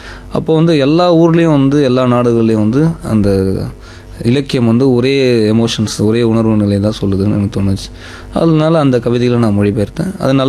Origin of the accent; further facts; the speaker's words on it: India; also born or lived in Kanchipuram; now in Chennai, India; நான் கிராமத்தில் பிறந்து வளர்ந்தவன், படித்தது நகரத்தில் காஞ்சிபுரம், இப்போ வாழ்ந்துட்டு இருக்கிறது சென்னை மாநகரம்.